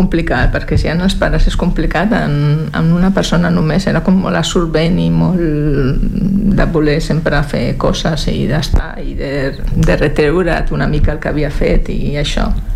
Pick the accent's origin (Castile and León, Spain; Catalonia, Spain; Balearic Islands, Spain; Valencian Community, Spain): Castile and León, Spain; Sotillo del Rincón; born there; moved away; Al meu poble pues, he vist que abans era un poble rural, per dir-ho així, totalment de gent que es dedicava a l'agricultura i a la ramaderia, i ara és un poble turístic.